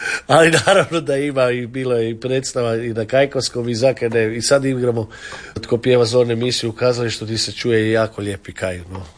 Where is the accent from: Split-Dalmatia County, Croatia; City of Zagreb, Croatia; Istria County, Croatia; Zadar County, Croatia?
City of Zagreb, Croatia; Zagreb; born there; Pa ja sam rođen u Mlinovima i mi smo imali, uvijek nam je bila ovaj, kak se zove, kućna pomoćnica ili teta koja se brinula iz Šestina i onda sam dosta tih kajkarskih riječi naučila od nje.